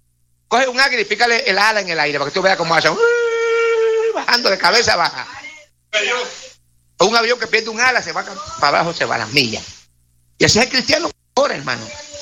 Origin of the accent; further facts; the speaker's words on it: Puerto Rico; moved away; Antes era Puerto Rico.